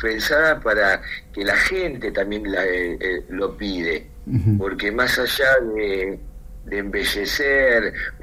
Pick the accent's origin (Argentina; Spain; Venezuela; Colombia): Argentina; Ensenada, Buenos Aires Province; los que vivimos muchos años en Ensenada y los que nacimos en Ensenada